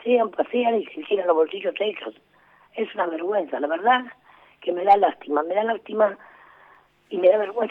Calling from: Avellaneda, Buenos Aires Province, Argentina; Buen día, Jorge … Avellaneda.

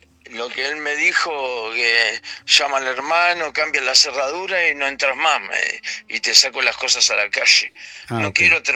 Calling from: Avellaneda, Buenos Aires Province, Argentina; De Avellaneda.

